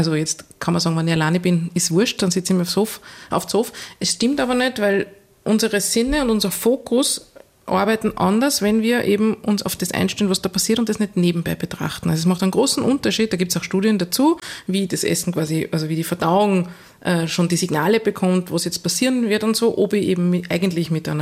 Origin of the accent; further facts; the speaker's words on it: Upper Austria, Austria; Also ich komme aus dem Traunviertel, also sehr nahe am Mostviertel, genau.